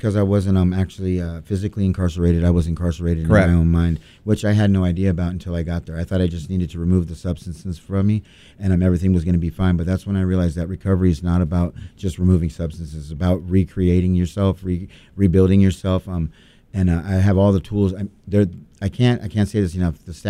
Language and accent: English; Lake Havasu, Arizona, United States; I'm from Lake Havasu.